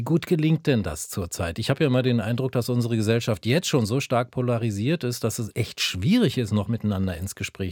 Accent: Berlin, Germany; Das versteht sich ja von selbst, sag ich als Berliner Neuköllner.

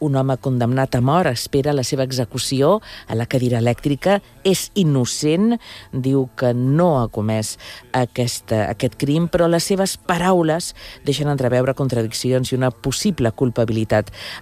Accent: Barcelona, Catalonia, Spain; Escolti, jo sóc d'Horta, Disculpi. Que abans de ser un barri de Barcelona era un poble

